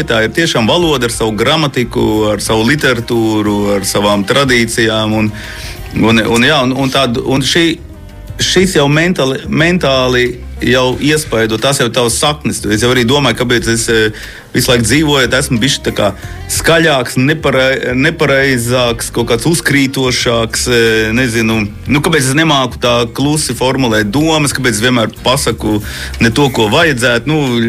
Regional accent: Latgale, Latvia; born there; moved away; also born or lived in Riga

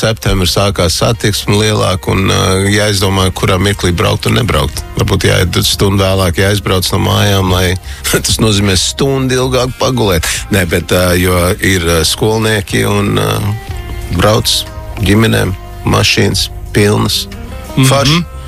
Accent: Toronto, Ontario, Canada; now in Latvia; Nu, es esmu no Toronto. Jā, tur gāju skolā, un nu, pirmā klase bija

